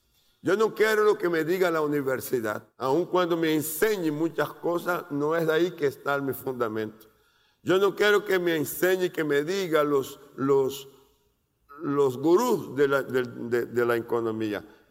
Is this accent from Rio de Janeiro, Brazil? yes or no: no; Maceió, Alagoas, Brazil; moved away; Allá, cuando usted mira Brasil, que hace la curvita mirando a África, ahí hay un pueblo que se llama Maceió. De ahí vengo. Sí. Viví con los pies en el agua toda la vida, de la niñez, de adolescente, y pisando arena y oliendo el yodo del mar.